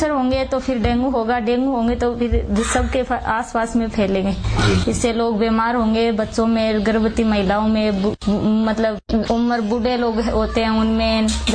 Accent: Neem Ka Thana, Rajasthan, India; मैं सीकर जिले की हूँ, नीमका थाना मेरा गांव है

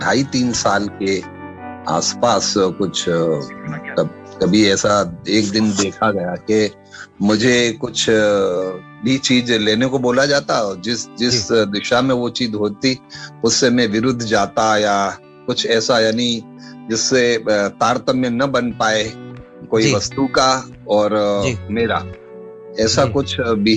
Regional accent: Gujarat, India; मेरी शिक्षा दीक्षा वगैरह सब गुजरात में ही हुई। हम लोग गुजरात में, यानी मैं, मेरा भाई, मेरी एक छोटी बहन, वो सभी गुजरात में ही पले बड़े हुए।

